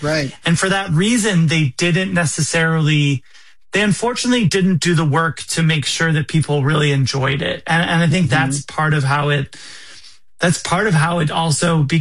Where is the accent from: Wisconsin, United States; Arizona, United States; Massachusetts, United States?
Wisconsin, United States; the Midwest; moved away; So having become an adult in Wisconsin, it's funny. And growing up in the Midwest, I've realized I'm long gone.